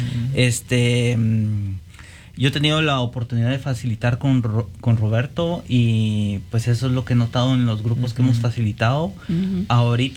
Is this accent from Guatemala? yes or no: yes; Guatemala; now in Madison, United States; pintor guatemalteco, viviendo en Madison, Wisconsin